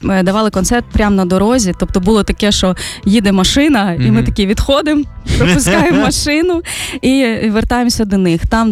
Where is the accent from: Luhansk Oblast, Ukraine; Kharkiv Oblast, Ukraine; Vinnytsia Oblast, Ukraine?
Luhansk Oblast, Ukraine; moved away as an adult; now in Kyiv, Ukraine; Я з Луганської області